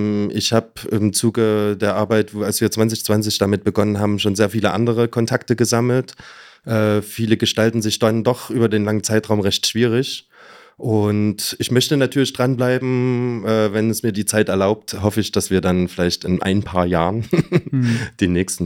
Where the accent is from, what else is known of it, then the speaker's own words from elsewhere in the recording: Leipzig, Saxony, Germany; wir kommen aus Leipzig